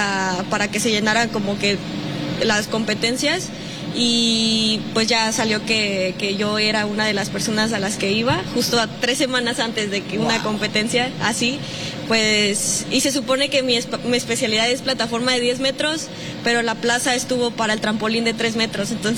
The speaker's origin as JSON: {"language": "Spanish", "region": "State of Mexico", "country": "Mexico", "tie": "born or raised there", "also_born_or_lived": "Chiapas", "said": "yo nací en Chiapas, pero toda mi vida, bueno, casi toda mi vida viví en el Estado de México por el trabajo de mi papá"}